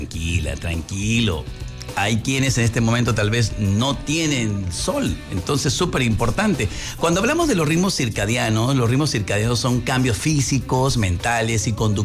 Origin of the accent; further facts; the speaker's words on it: Nueva Esparta, Venezuela; yo que me crié en el Caribe y viví toda mi infancia y parte de mi adolescencia en una isla, en la isla Margarita, en Venezuela, en el Caribe venezolano